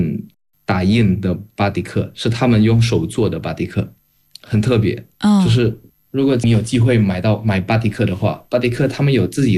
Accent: Jakarta, Indonesia; Chinese is a second language; now in China; 因为我在雅加达长大

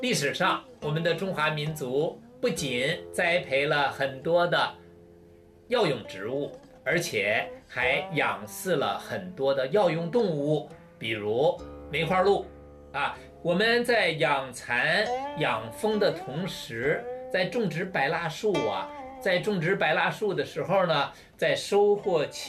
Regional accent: China

